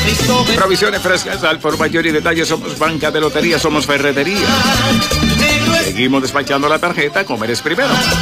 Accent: Ramón Santana, San Pedro de Macorís, Dominican Republic; el municipio de Ramón Santana, mi pueblo

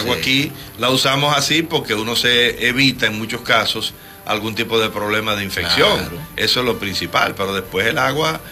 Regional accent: Dominican Republic

